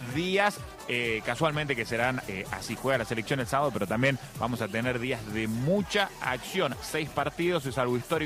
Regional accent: Paraguay; Sí, pero yo soy paraguayo.

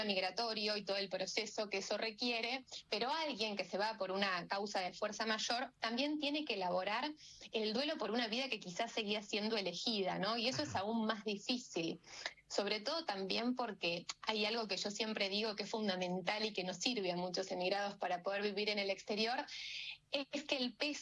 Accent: Argentina; moved away as an adult; yo me fui de Argentina a los 25 años, y en base a eso, ¿no? A la posibilidad de emigrar, y después efectivamente lo terminé haciendo, y bueno, hoy mi vida adulta, profesional, amorosa y personal está dividida entre Argentina y España.

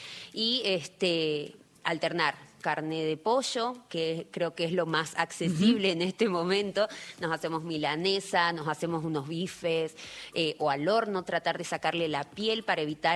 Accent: Jujuy, Argentina; aún siendo jujeños

